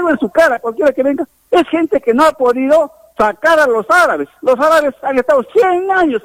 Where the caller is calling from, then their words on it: Peru; los que somos netos peruanos, los que este es mi suelo, este es mi patria.